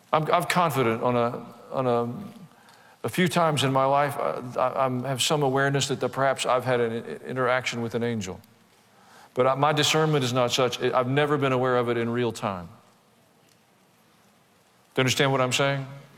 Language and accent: English; the South, United States; born or raised there